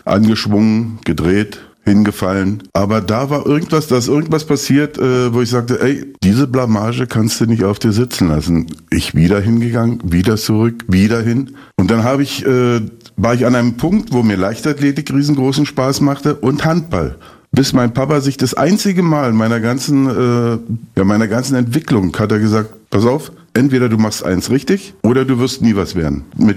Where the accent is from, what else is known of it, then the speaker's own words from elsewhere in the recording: Eisenhüttenstadt, Brandenburg, Germany; Eisenhüttenstadt, Breslau gut, wo ich aufgewachsen bin als Stift, war schon eine sehr spezielle Geschichte.